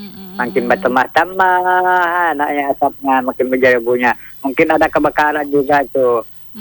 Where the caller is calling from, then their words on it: Sambas, West Kalimantan, Indonesia; Berarti sama lah dengan daerah Sambas ini, daerah saya nih.